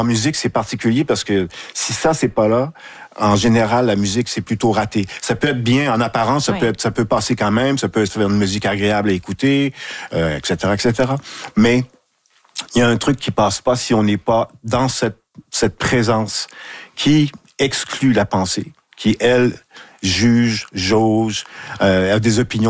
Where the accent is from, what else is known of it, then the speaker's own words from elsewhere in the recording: Saguenay, Quebec, Canada; C'est, ouais, c'est le milieu d'où je viens. Je viens de Saguenay. J'ai été éduqué, élevé à côté de l'usine d'Alcan. Tous mes copains, mes copines, c'était des fils d'ouvriers, filles d'ouvrières.